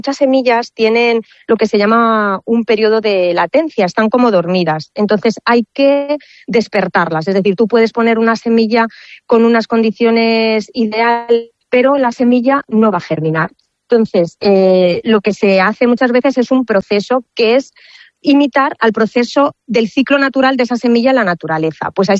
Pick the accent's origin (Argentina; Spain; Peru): Spain; Pedro Bernardo, Castile and León; Pedro Bernardo ha sufrido muchos incendios, o sea, que es una lacra que tenemos ahí en nuestro pueblo.